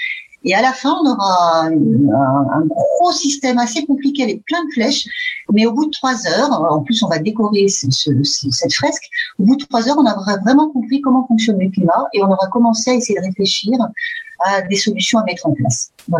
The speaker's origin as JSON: {"language": "French", "country": "France", "moved": "as an adult", "lives_now": "Frankfurt am Main, Germany", "said": "je suis française et je vis à Francfort-sur-le-Main depuis 8 à 9 ans. Voilà. Je me suis installée parce que mon mari travaille à Francfort."}